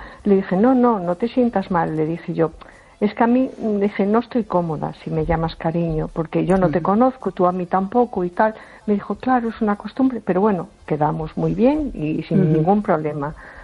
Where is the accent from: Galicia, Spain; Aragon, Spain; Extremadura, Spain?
Galicia, Spain; A Coruña